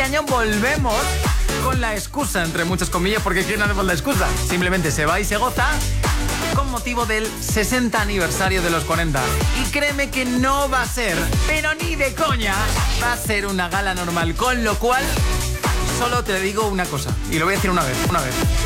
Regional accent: Valencia, Valencian Community, Spain; contamos con la presencia de ella en mi tierra, en Valencia.

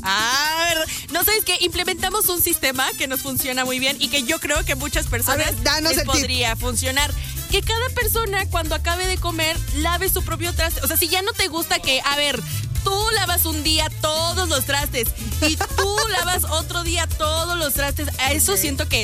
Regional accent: Mexico

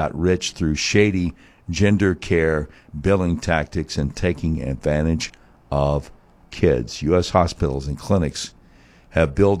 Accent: the South, United States; I'm from the South

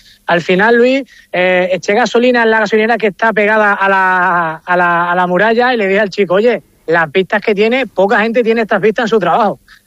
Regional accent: Extremadura, Spain; empezamos a recorrer parte de Extremadura, de esta gran desconocida que es mi tierra

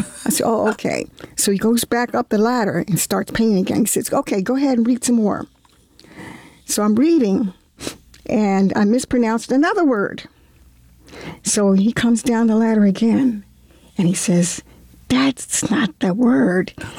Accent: Baltimore, Maryland, United States; Well, I was born in Baltimore.

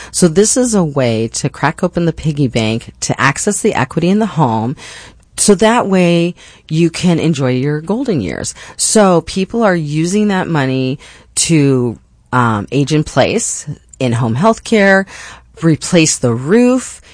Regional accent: Phoenix, Arizona, United States; Well, I'm actually a Phoenician. I'm from here.

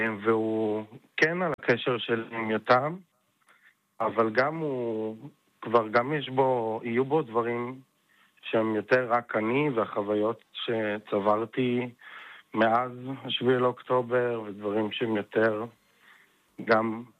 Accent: Kibbutz Gvulot, Southern District, Israel; now in Tel Aviv, Israel; נולדתי וגדלתי באזור, בקיבוץ גבולות, והיום אני בתל אביב. אבל המשפחה שלי עדיין גרה שם

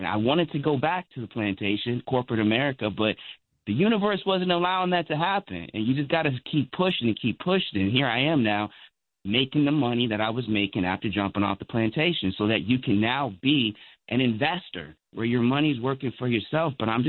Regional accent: Chicago, Illinois, United States; You know, I grew up in Chicago. We had organized baseball, but again, it's just the disinvestment, right?

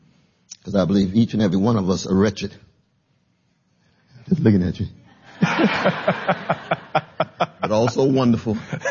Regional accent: Tulsa, Oklahoma, United States; born there; Black Wall Street. That's where I was born in Tulsa. You know it. I was born in the same hospital as the Wilson brothers.

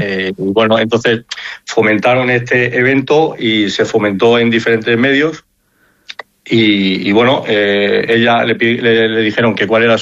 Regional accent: Ávila, Castile and León, Spain; accent: Ávila; Yo lo he perdido en abulense un poquito, porque viví en diferentes sitios, tengo el acento se me ha ido pegando, pero cuando llego a Ávila, el lole se me pega un mogollón.

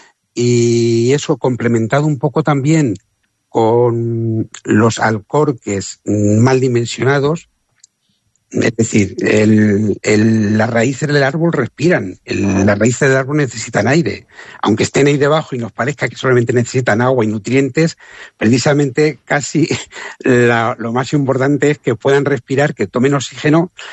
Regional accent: Campo de Criptana, Castilla-La Mancha, Spain; born there; yo me he dedicado exclusivamente a Campo de Cristana, que es mi pueblo.

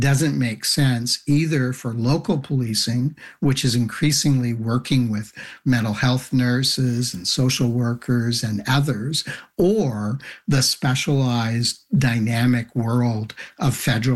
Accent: Canada; as a Canadian, I'm kind of embarrassed

